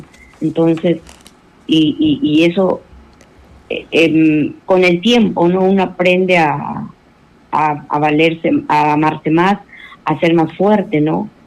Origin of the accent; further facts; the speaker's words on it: Yapatera, Piura, Peru; porque yo he vivido ahí, como te digo, me he criado ahí, he estudiado ahí, y entonces, y queriendo también resaltar y darle ese valor a mi pueblo, ¿no? A mi pueblo afro.